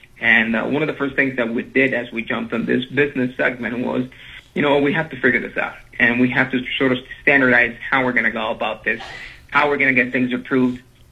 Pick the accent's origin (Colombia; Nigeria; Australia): Colombia; also born or lived in North Carolina / Miami; now in United States; So I went to a British Catholic school in Colombia, where I learned English, very early on. And then when I moved to the U.S., I went to a Christian school here in North Carolina for a little bit, then moved to Miami.